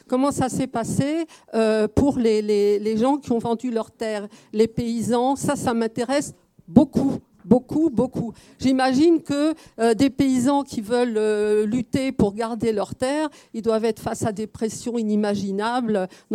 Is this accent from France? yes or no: yes; Paris, Île-de-France, France; Je suis une immigrée, je viens de Paris 15e.